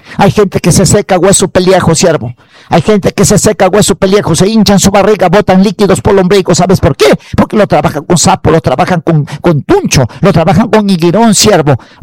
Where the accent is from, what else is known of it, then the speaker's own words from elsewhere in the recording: Huancabamba, Piura, Peru; now in Tarapoto, Peru; desde mi tierra Huancabamba, siervo, con mis buenas chontas, mis buenos membríos, mis buenos remedios, mi lagunita negra, denme sus poderes para yo ayudar a mi gente acá en Tarapoto